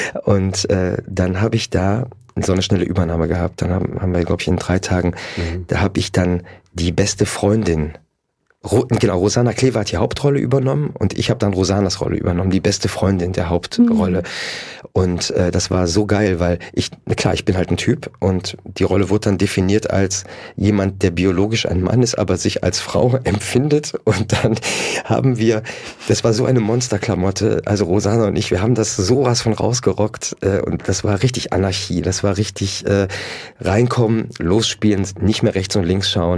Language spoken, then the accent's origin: German; Mönchengladbach, North Rhine-Westphalia, Germany; Ich bin ja aus Mönchengladbach